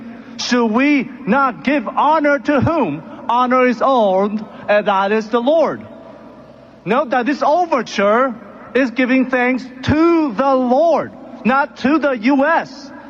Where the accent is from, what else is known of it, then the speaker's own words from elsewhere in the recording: Taiwan; Growing up in Taiwan, I was able to freely go to church and worship the true God